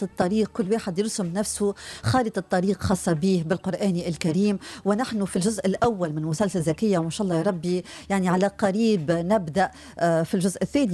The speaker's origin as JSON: {"language": "Arabic", "country": "Tunisia", "accent": "Tunisian", "said": "بلهجتنا التونسية الجميلة"}